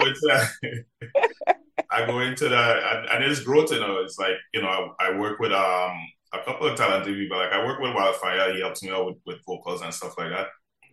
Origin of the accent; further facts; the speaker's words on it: Marbella, Andalusia, Spain; But growing up in Marbella, I wasn't really into the music like that. I was just, you know, just a normal kid, just running around playing football.